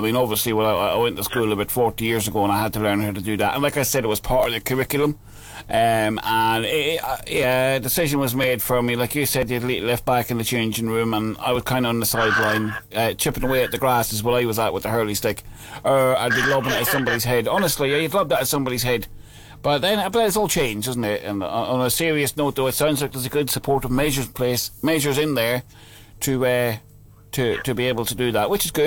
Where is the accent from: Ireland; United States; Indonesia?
Ireland; now in Luton, United Kingdom; I'm Irish, and 100% Irish.